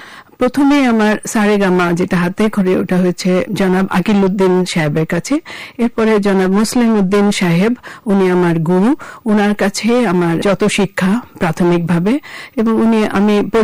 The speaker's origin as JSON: {"language": "Bangla", "town": "Dhaka", "region": "Dhaka Division", "country": "Bangladesh", "tie": "born or raised there", "said": "আমার জন্ম ঢাকাতেই, আমি শান্তিনগরে আমাদের বাসা, ওখানে আমার জন্ম হয়েছিল, ওখানে আমি বড় হয়েছি, স্কুলে পড়েছি, তারপরে হোলি ক্রস কলেজে পড়েছি"}